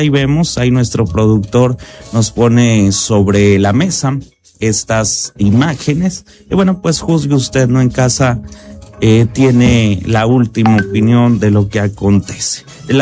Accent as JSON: {"language": "Spanish", "country": "Mexico", "said": "Se supone que es una fecha en la que debemos estar unidos como mexicanos, mexicanas."}